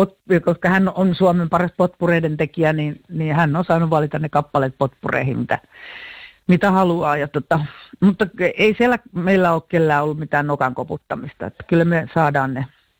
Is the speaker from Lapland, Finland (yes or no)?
no; Vantaa, Uusimaa, Finland; Ollaan vantaalaisia ja samanikäisiä